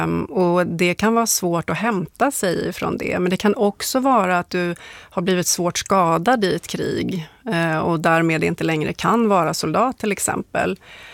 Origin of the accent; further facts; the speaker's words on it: Gotland, Sweden; born there; Och så växte jag upp på Gotland delvis, och då var det ju, det här var på 80-talet